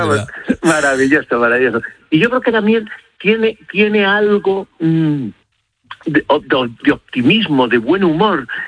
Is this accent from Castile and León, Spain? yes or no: yes; Castile and León, Spain; él era de cerca de mi pueblo, era de Piedrahíta, de al lado